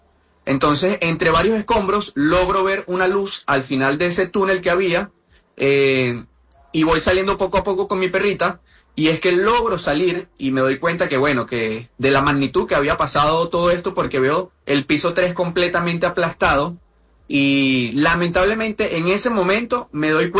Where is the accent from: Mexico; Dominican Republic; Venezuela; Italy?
Venezuela; yo soy nacido y criado en Aguaira. A día de hoy, post terremoto, sigo viviendo en Aguaira. Yo me encuentro en casa de mi madre, resguardado en este momento.